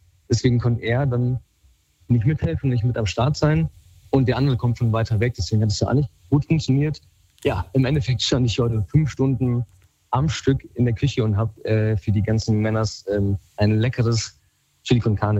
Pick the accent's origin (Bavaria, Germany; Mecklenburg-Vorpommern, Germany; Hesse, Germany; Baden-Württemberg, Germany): Hesse, Germany; Gießen; Bin Urgestein Gießener, bin hier aufgewachsen und jetzt groß geworden. Und also Gießen ist nicht unbedingt die hübscheste Stadt, eine graue Stadt ohne Meer.